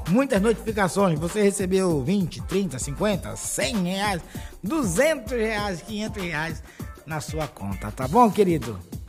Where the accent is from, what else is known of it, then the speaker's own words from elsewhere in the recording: Pará, Brazil; moved away; Lá na minha terra chama toró, né? Lá no Pará.